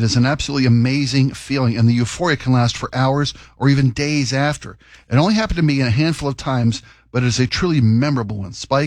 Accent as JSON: {"language": "English", "region": "East Coast", "country": "United States", "said": "I came from the East Coast."}